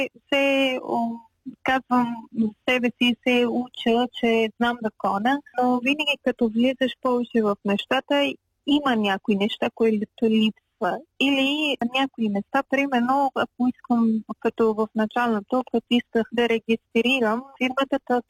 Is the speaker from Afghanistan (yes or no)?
yes; Afghanistan; Bulgarian is a second language; now in Bulgaria; защото съм от Афганистан